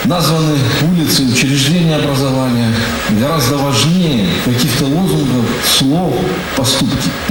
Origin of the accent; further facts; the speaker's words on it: Belarus; И мы, настоящие истинные белорусы